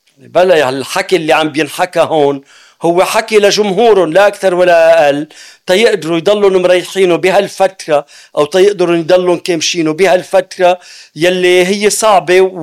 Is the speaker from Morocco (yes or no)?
no; Lebanon; أنا كلبناني